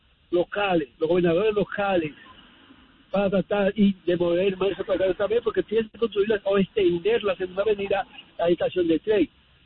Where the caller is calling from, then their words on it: New York, United States; Yo te llamo de Queens, Richmond Hill, New York.